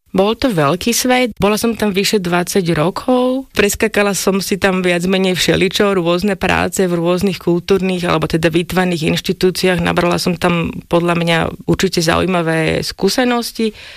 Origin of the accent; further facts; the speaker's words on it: Bratislava, Bratislava Region, Slovakia; born there; Narodila som sa v Bratislave.